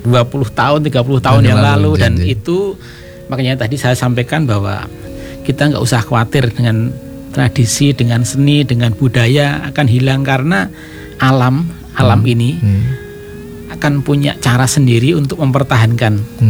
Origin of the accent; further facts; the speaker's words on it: Cangkringan, Special Region of Yogyakarta, Indonesia; Saya ini dari Sleman pak, dari Cangkringan